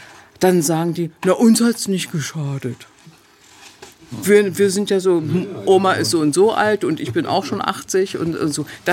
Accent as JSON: {"language": "German", "town": "Greppin", "region": "Saxony-Anhalt", "country": "Germany", "said": "also der schmutzigste Ort liegt zwischen Wolfen und Bitterfeld, also da wirklich original da, wo ich herkomme. Grepin. Und Grepin ist ein Ort, das ist der schmutzigste Ort Europas gewesen."}